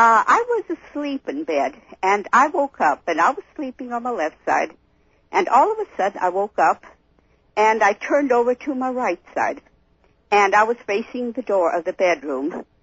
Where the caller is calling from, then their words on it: Bakersfield, California, United States; from Bakersfield.